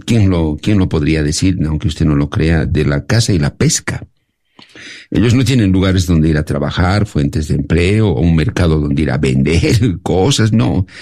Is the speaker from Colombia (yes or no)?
no; Bolivia